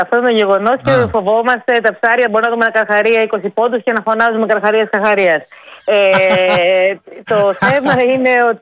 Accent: Greece; Πιστεύω ότι όλοι έχουμε δει μέδουσες μεγαλώνοντας στην Ελλάδα, δεν είναι κάτι καινούριο.

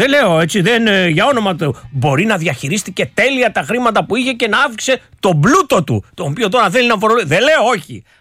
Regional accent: Greece; εμείς είμαστε Έλληνες.

